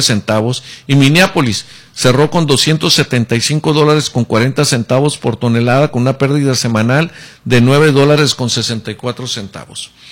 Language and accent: Spanish; Sahuaripa, Sonora, Mexico; de todos los que venimos de esos padres de Zaguaripa, de luchones, de tesón, de trabajar, de pegarle.